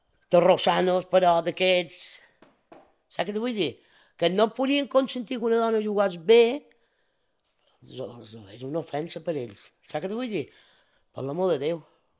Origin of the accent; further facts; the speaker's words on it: Bunyola, Balearic Islands, Spain; I del Baleares vam venir allà on jo volia anar, en el Bunyola. Jo soc molt de Bunyola.